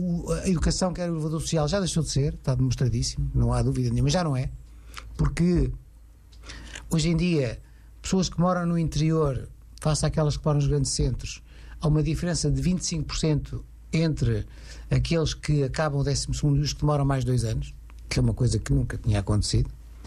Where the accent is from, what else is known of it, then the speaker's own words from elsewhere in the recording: Portugal; Eu sou de Portugal, claro, estou a falar de Portugal.